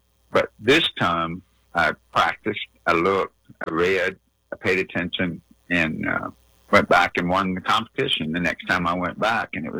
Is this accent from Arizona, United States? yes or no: no; North Carolina, United States; born or raised there